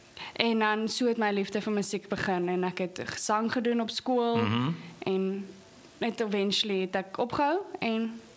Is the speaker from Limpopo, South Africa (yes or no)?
yes; Limpopo, South Africa; also born or lived in Phalaborwa; now in Jeffreys Bay, South Africa; Ek is gebore in Palaborwa en groot geword in Limpopo. Die hele Limpopo.